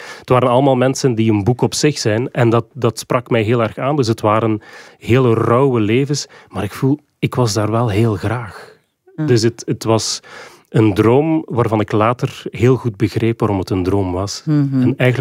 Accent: Waregem, Flanders, Belgium; born there

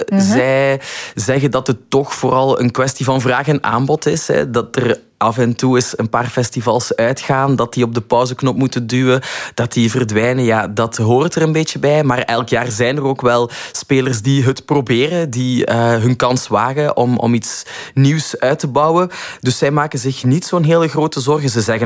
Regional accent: Flanders, Belgium; ons als Vlamingen

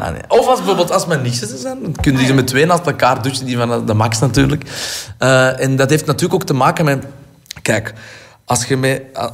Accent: Antwerp, Flanders, Belgium; Ik kan me niet inbeelden dat ik niks in Antwerpen heb. Ik kom uit Café Den Engel. En ik zie na al die jaren nog altijd die toren staan.

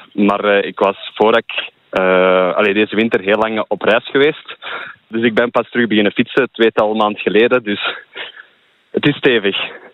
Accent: Herenthout, Antwerp, Belgium; Ik kom zelf van Herentouw, dus niet ver van Herentals.

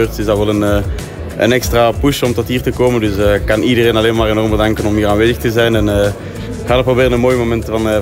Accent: Aalst, Flanders, Belgium; born there; Ja, kijk er wel echt naar uit om hier in mijn geboortestad nog eens te kunnen koersen.

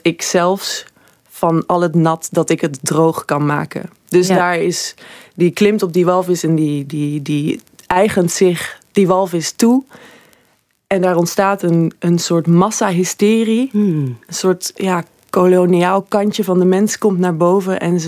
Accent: Netherlands; moved away as an adult; now in Belgium; Het is een mix van Nederlands en Vlaams. Je hoort, ik kom uit Nederland.

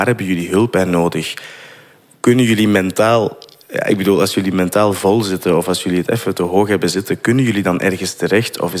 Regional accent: Turnhout, Flanders, Belgium; Ja, ik ben van Turnhout.

